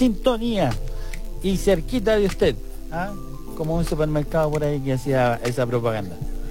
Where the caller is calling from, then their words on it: Río Bueno, Los Ríos, Chile; ando justamente por acá, por Río Bueno